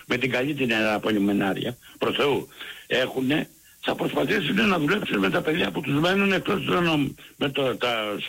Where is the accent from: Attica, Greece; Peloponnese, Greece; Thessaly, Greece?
Peloponnese, Greece; επειδή είμαι και Λάκωνας να είναι από την πατρίδα μου.